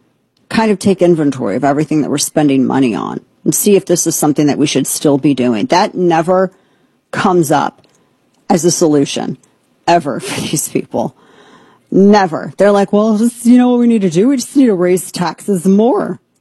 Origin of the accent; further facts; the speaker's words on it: the Ozarks, United States; I'm not saying this is a pejorative, but I'm from Ozarks.